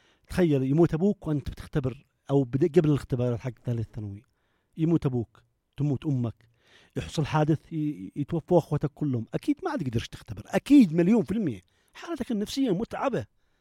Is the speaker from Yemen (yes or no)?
yes; Yemen; يعني إحنا شعب مسكين مفق